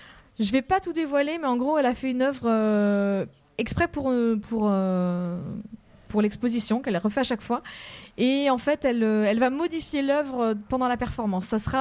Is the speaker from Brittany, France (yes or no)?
yes; Brittany, France; Moi, je viens du Finistère